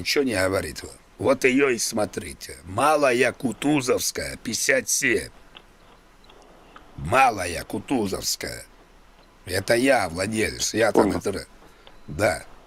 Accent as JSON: {"language": "Russian", "region": "Moscow", "country": "Russia", "tie": "born or raised there", "said": "Да, Чертановская, Москва, я здесь, я москвич коренной."}